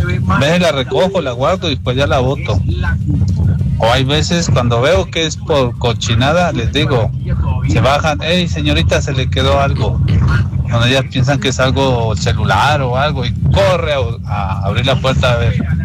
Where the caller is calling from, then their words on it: Pasto, Nariño, Colombia; Saludos desde Pasto.